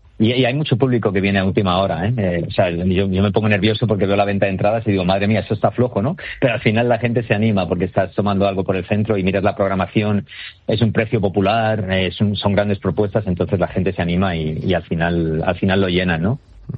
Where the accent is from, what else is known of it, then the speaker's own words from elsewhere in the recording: Madrid, Community of Madrid, Spain; a mí me hace especial ilusión como madrileño, ¿no? Tener esta ciudad como un poco un lienzo, ¿no? Cuando me empecé a dirigir los veranos me hacía mucha ilusión porque es una ciudad que adoro, me he criado aquí.